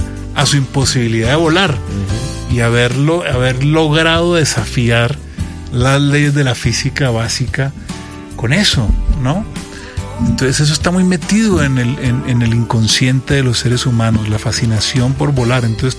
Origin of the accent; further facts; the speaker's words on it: Ibagué, Tolima, Colombia; yo recuerdo de niño estar en Ibagué y ver un avión en el cielo y decir, ese es mi papá.